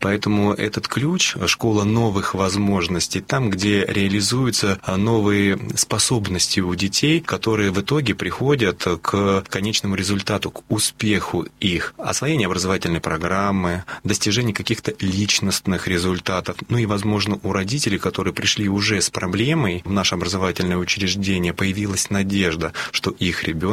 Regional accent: Sovetsk, Kaliningrad Oblast, Russia; Нет, я сам из Калининграда.

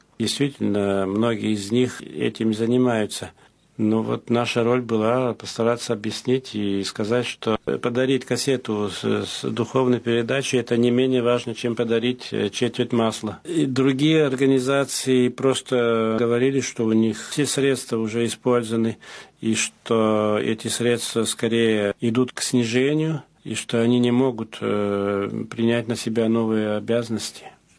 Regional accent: France; also born or lived in Moscow, Russia / Athens, Greece; Я родился во Франции и всегда там жил, за исключением 3 лет, которые я проживал в Москве

